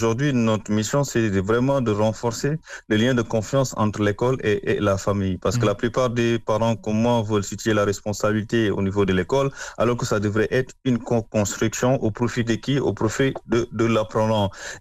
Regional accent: Senegal; j'en profite pour vous décrire un peu le taux de déperdition scolaire chez nous au Sénégal

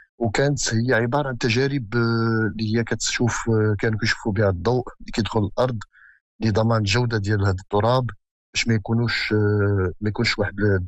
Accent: Morocco

